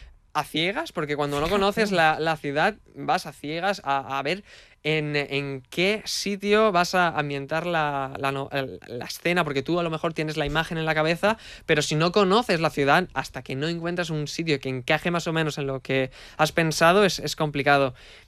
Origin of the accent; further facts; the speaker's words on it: Valencian Community, Spain; yo antes todo lo que había escrito había estado ambientado en mi pueblo de Valencia